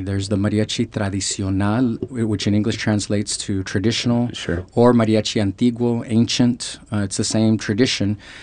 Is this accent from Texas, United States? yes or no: yes; San Antonio, Texas, United States; But I'm from Texas originally. I'm from the city of San Antonio. Go Spurs.